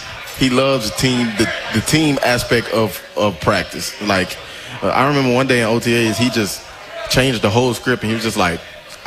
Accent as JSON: {"language": "English", "region": "Louisiana", "country": "United States", "said": "I'm from Louisiana."}